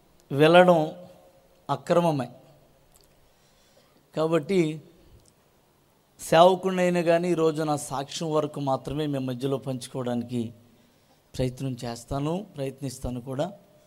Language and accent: Telugu; Venkatraopalem, Andhra Pradesh, India; మాది తాడేపల్లిగూడెం దగ్గర వెంకట్రావు పాలెమని ఒక చిన్న పల్లెటూరు, ఒక పేద కుటుంబం. అలాంటి పేద కుటుంబంలో పుట్టిన నేను నా తల్లిదండ్రులకు ఆఖరి వాడిని